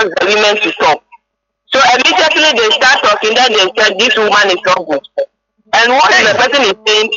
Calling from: Apollonia, Ghana; I'm calling from Apollonia.

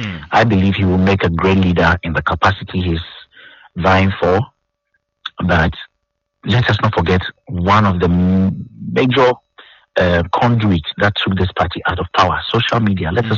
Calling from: Accra, Greater Accra, Ghana; I'm here in Accra.

